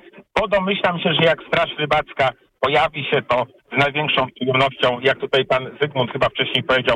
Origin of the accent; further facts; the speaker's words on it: Lublin Voivodeship, Poland; moved away; Ja akurat pochodzę zupełnie z innej części Polski, bo z lubelskiego, i wspominam naprawdę fenomenalne te dziecięce lata wędkowania.